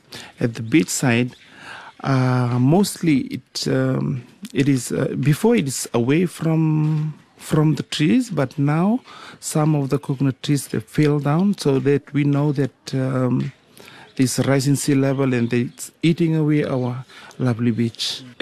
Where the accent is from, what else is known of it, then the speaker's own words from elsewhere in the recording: Waialevu, Western Division, Fiji; actually I'm from Waialevu village in the Tikina of Waia, and currently living in the village and for years now